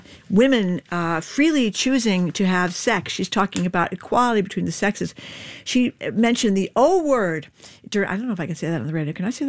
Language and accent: English; Fall River, Massachusetts, United States; when I was a teenager, somewhat of an airhead, you know, growing up in Fall River